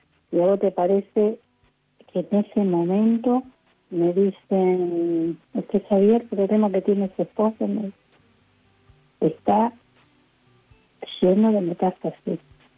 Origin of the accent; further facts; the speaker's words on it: Misiones, Argentina; nosotros somos de Misiones.